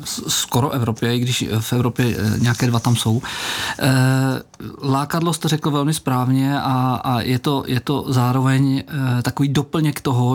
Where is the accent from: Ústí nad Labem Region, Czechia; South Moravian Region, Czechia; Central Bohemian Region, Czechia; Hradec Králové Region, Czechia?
Hradec Králové Region, Czechia; Dvůr Králové nad Labem; kdykoliv jsem v České republice a řeknu, že jsem ze Dvora Králové